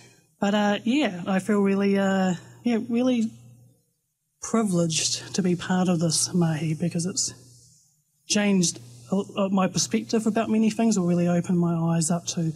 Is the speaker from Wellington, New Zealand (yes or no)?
yes; Wellington, New Zealand; now in Dunedin, New Zealand; But I said nō pōneki aho, so I was born and raised in Wellington. But yeah, I've been in Otipoti for, I'll be over 9 years now.